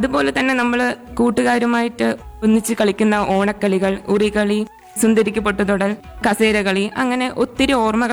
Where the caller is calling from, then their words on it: Vellanad, Kerala, India; എന്റെ സ്ഥലം വെള്ളനാട്.